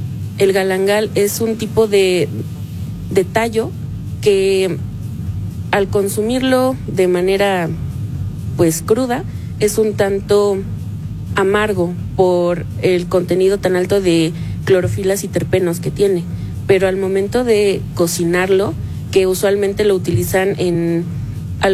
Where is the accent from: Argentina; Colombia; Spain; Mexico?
Mexico; Nosotros como mexicanos